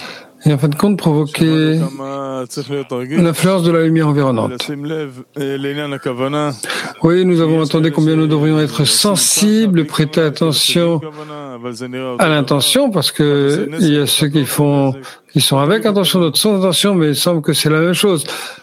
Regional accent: Rehovot, Central District, Israel; Chez moi, à Rehovot, il y avait un ami et un voisin yéménite

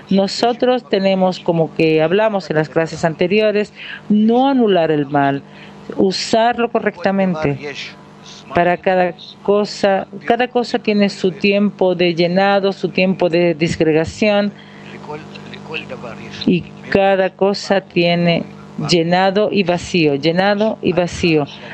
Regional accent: Chicago, Illinois, United States; Spanish is a second language; Hola a todos. … soy de Chicago.

